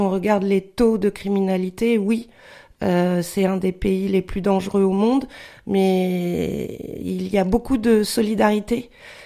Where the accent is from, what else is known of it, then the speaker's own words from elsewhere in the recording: Caen, Normandy, France; born there; papa est ch'ti, ma maman est de Tokyo et je suis née à Caen, donc je suis une ch'tite normande